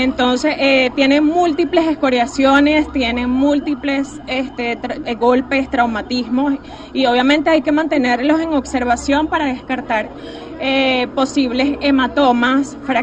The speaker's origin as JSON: {"language": "Spanish", "country": "Venezuela"}